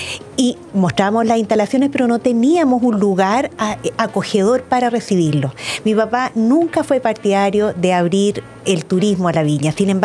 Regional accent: Placilla, O'Higgins, Chile; si bien no nací en Placilla, la verdad toda mi vida, desde los 4 años, transcurrió claro, en Placilla, en la bodega, en el campo.

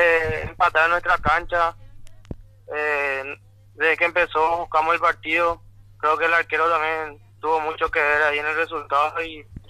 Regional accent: Ciudad del Este, Alto Paraná, Paraguay; now in Guarambaré, Paraguay; No, yo soy de Ciudad del Este, pero prácticamente guarambareño, ya estoy hace años ya por Guarambaré.

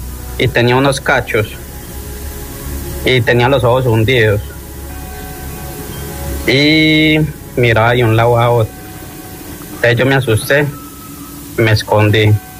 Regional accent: Medellín, Antioquia, Colombia; Yo soy de Medellín.

